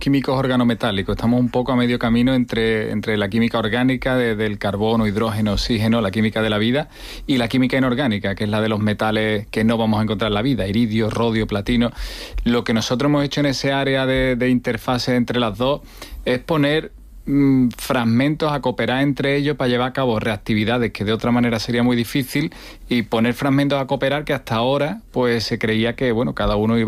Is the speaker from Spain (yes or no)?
yes; Seville, Andalusia, Spain; moved away as an adult; Yo vine a Sevilla porque soy de Sevilla y hice mi tesis, de hecho, en ese mismo sitio